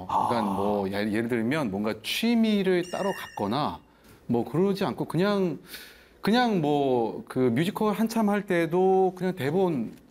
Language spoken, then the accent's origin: Korean; Seoul, South Korea; born there; 저는 태어나기로는 서울에 태어났는데 저도 뭐 충청의 피가 흐르고 있죠.